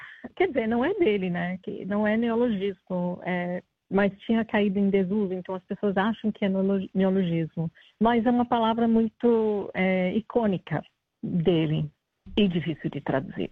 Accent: Australia; Portuguese is a second language; moved away as an adult; also born or lived in Brazil; now in Perth, Australia; Fui embora e voltei depois de 25 anos. Então, eu me sinto uma imigrante em um país começando do zero.

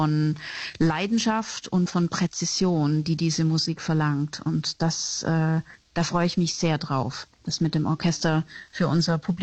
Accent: Schwäbisch Gmünd, Baden-Württemberg, Germany; für mich natürlich als Deutsche

